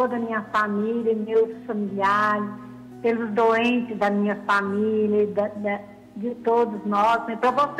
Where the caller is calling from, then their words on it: Luz, Minas Gerais, Brazil; Eu sou de Luz, Minas Gerais. Você já viu falar nessa cidade? É uma cidade muito iluminada.